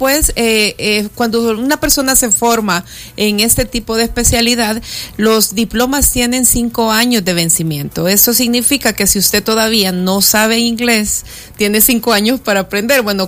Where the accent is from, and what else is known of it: El Salvador